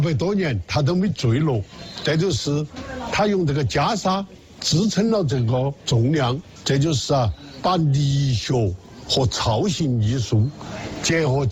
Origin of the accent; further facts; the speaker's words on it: Sichuan, China; 你们叫热闹，我们四川人叫闹热